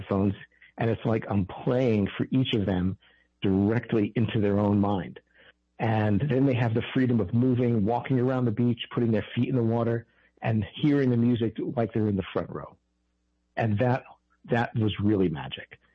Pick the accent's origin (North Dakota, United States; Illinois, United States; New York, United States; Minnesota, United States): New York, United States; New York City; born or raised there